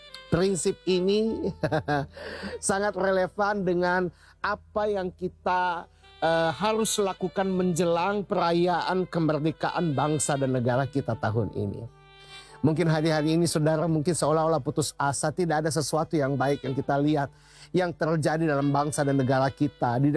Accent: Indonesia

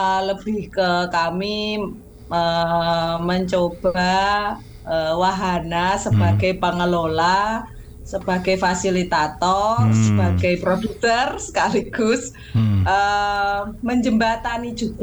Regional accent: Magetan, East Java, Indonesia; moved away as an adult; now in Yogyakarta, Indonesia; Saya sendiri asli Magetan.

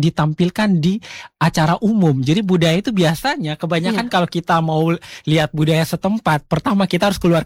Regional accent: Kupang, East Nusa Tenggara, Indonesia; kita dari Kupang harus terbang ke Flores atau harus menggunakan kapal, itu butuh biaya.

